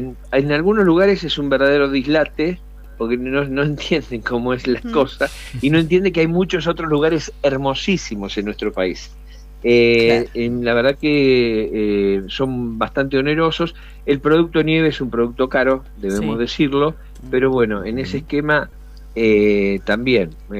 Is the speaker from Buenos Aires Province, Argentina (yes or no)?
yes; Bahía Blanca, Buenos Aires Province, Argentina; yo vengo de una zona de playa, vengo de Bahía Blanca, de esa zona